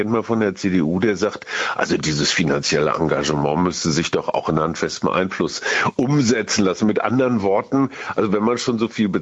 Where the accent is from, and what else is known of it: Germany